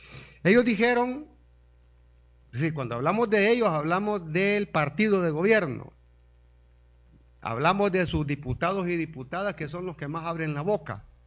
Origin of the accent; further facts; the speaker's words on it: El Salvador; también voy a incluirme como salvadoreño